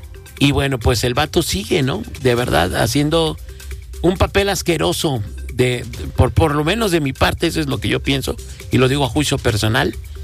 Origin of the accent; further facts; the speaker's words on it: Mexico; yo me siento ofendido. Yo me siento sumamente ofendido porque considero que mi país tiene muchísimas cosas más que exporta